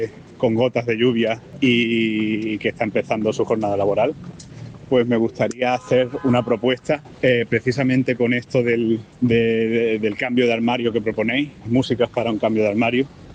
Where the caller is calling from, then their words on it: Málaga, Andalusia, Spain; soy de Málaga. Y bueno, desde aquí, desde este bullicio en una ciudad que ha amanecido con gotas de lluvia